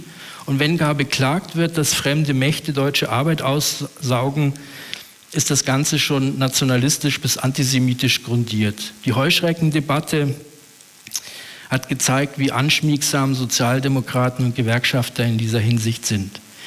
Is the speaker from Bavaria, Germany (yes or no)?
yes; Bavaria, Germany; In Bayern, wo ich herkomme, ist die CSU immer schon die Arbeiterpartei gewesen seit 1945.